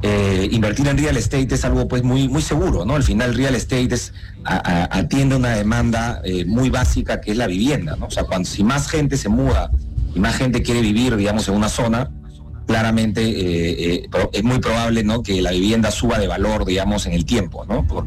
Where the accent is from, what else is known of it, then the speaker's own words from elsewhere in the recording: Peru; Yo como peruano conozco la historia de cerca